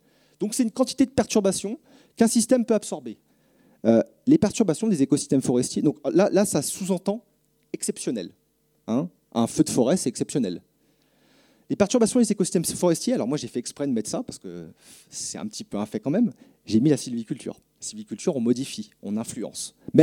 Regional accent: Lyon, Auvergne-Rhône-Alpes, France; Enfin, moi, je suis du Rhône à la base, hein, de Lyon.

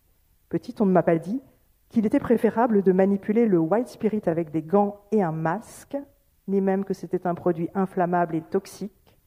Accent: France; Je suis donc née moitié-moitié, 50-50. Blanche et asiatique, française d'origine vietnamienne, métisse, comme on dit.

